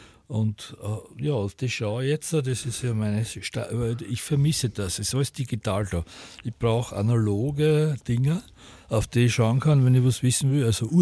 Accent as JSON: {"language": "German", "town": "Wagna", "region": "Styria", "country": "Austria", "tie": "born or raised there"}